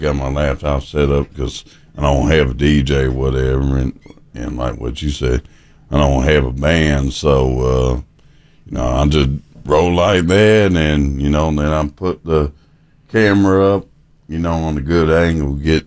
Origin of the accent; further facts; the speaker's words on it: Kentucky, United States; accent: Kentucky; So, my Kentucky accent, whatever, you know, is Tandem.